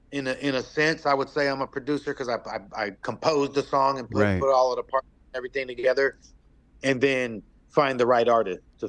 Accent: California, United States; I'm out here from California.

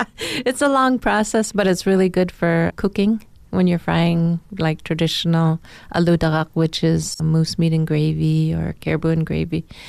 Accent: Utqiagvik, Alaska, United States; I grew up in the Arctic in Barrow, Utqiagvik

